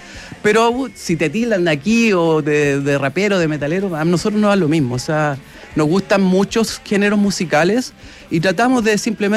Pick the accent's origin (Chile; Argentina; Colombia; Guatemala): Chile; San Carlos; moved away as an adult; now in Mexico City, Mexico; somos dos integrantes de San Carlos, somos de provincia